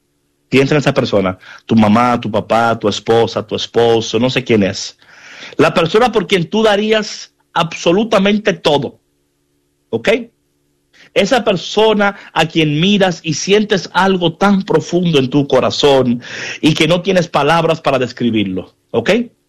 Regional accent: New York, United States; yo me acuerdo cuando yo crecí en New York.

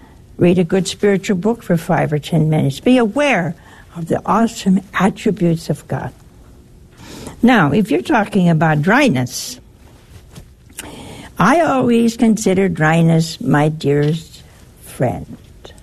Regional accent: Ohio, United States; Oh, hey, that's my home state.

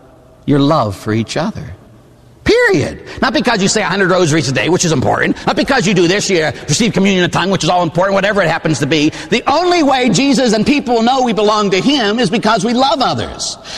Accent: Pittsburgh, Pennsylvania, United States; I grew up in Pittsburgh, huh?

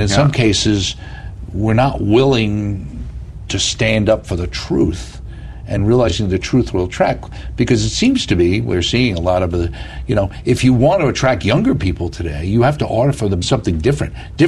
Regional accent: New Jersey, United States; in my home state of New Jersey

